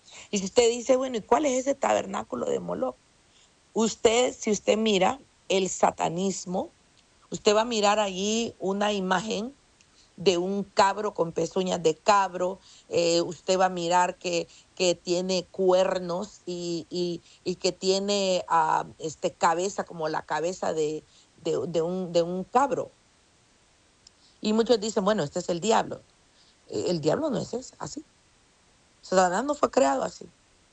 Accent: Honduras; soy de Honduras. ¿Y de qué de raza es? Yo no me siento orgullosa de decir soy española. No. Soy indígena. Vengo de una raza maya

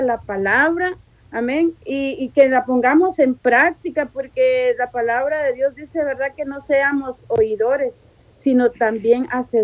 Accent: Guatemala; now in Tijuana, Mexico; Yo soy guatemalteca, pero vivo aquí en Tijuana, Baja California.

